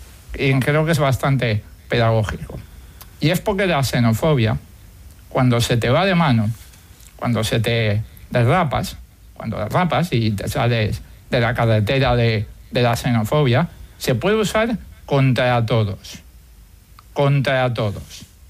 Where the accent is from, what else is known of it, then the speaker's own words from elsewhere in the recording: Argentina; born there; Yo nací en Argentina, y en Argentina hay casas de España, casas de Asturias, casas de Galicia.